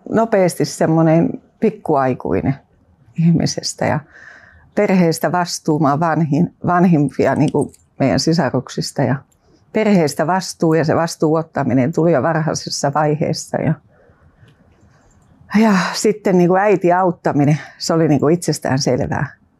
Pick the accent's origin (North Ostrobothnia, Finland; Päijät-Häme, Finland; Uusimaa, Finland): Päijät-Häme, Finland; Lahti; now in Tampere, Finland; Mä oon Tampereelta, kotosin Lahdesta. Tai mun vanhemmat ja veljet ja siskot asuu siellä ja mä oon asunut Tampereella parikymmentä vuotta.